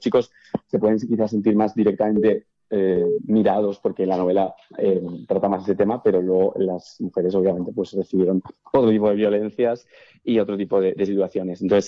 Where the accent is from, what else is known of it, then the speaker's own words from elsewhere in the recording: Estella, Navarre, Spain; moved away as an adult; also born or lived in Barcelona; now in Madrid, Spain; yo eso soy de Estella, de una pequeña ciudad de Navarra, pero luego he vivido en Barcelona, he vivido en Madrid y ahora vivo en Madrid.